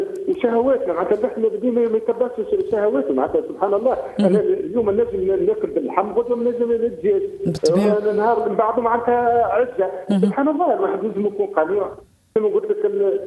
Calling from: Sfax, Sfax Governorate, Tunisia

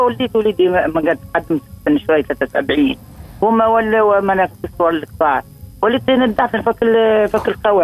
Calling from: Nabeul, Nabeul Governorate, Tunisia

